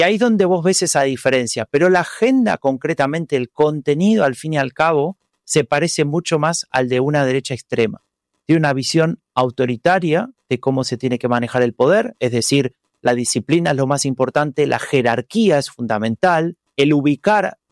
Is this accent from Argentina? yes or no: yes; Argentina; Yo soy argentino, entonces también entiendo que esas diferencias de derecha e izquierda a veces cuesta utilizarlas